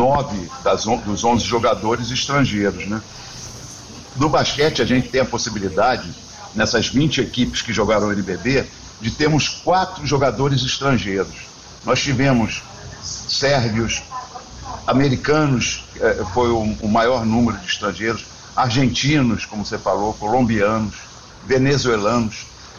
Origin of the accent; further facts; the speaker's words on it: Rio de Janeiro, Brazil; also born or lived in São Paulo; now in Fortaleza, Brazil; Eu sou paulista também, paulista, criado no Rio de Janeiro, vivi por esse mundo afora, né? Hoje estou aqui em Fortaleza.